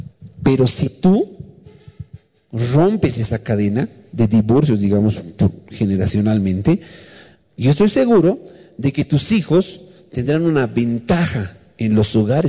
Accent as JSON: {"language": "Spanish", "country": "Bolivia", "said": "Si tenemos esa maldición como bolivianos"}